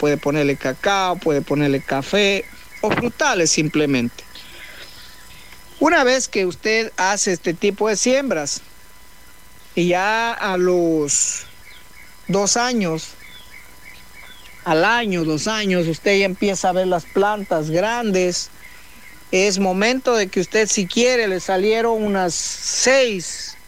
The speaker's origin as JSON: {"language": "Spanish", "country": "Ecuador", "said": "fíjense cómo somos los ecuatorianos."}